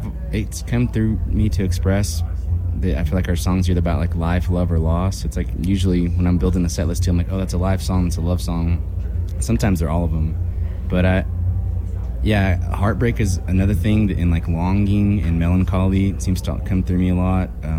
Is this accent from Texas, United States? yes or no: yes; Texas, United States; I have to say … because I'm from Texas, and my mom like revered him